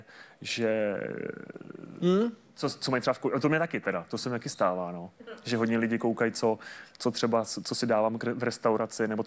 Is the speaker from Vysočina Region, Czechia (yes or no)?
no; Pardubice, Pardubice Region, Czechia; Já jsem z Pardubic, no.